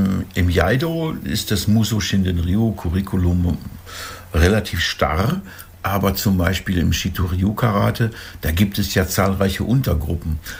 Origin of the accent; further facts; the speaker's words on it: Northern Germany, Germany; wir sind Norddeutsche